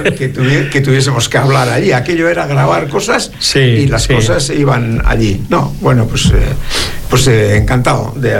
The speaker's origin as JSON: {"language": "Spanish", "town": "Eibar", "region": "Basque Country", "country": "Spain", "said": "Yo me he quedado en Bilbao, soy de Ibar, pero..."}